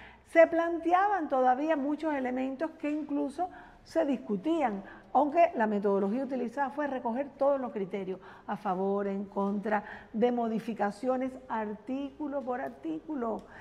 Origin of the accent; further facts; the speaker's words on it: Cuba; yo como cubana